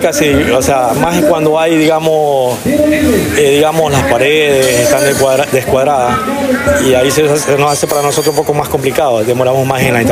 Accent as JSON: {"language": "Spanish", "town": "Buena Fe", "region": "Los Ríos", "country": "Ecuador", "said": "yo soy de Buena Fe."}